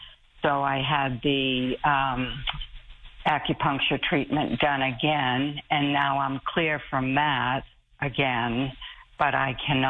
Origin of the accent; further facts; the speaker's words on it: Maine, United States; Because I came from Maine.